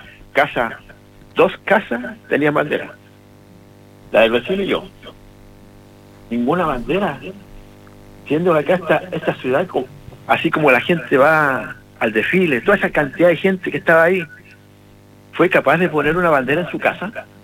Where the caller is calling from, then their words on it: Iquique, Tarapacá, Chile; Como iquiqueño, yo me siento avergonzado.